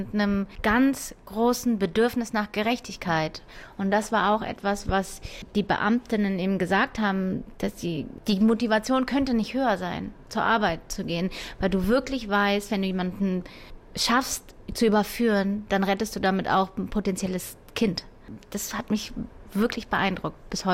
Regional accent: Berlin, Germany; ich bin auch eine Berlinerin

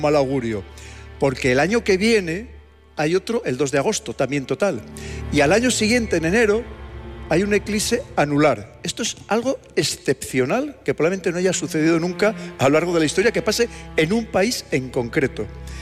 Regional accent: León, Castile and León, Spain; Yo soy de León, como bien es conocido

